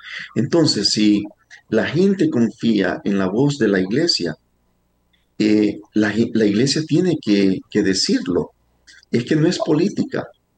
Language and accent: Spanish; Nicaragua; Yo hablo como nicaragüense. Yo conozco muy bien la realidad de Nicaragua.